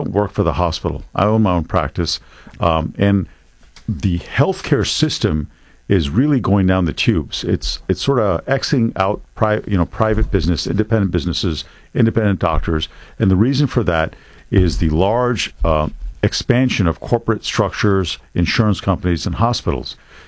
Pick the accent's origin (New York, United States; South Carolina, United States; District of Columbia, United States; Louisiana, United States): New York, United States; Buffalo; I'm a legal immigrant. I came here when I was about 2 1/2, and then I grew up in Buffalo, New York, as you all know.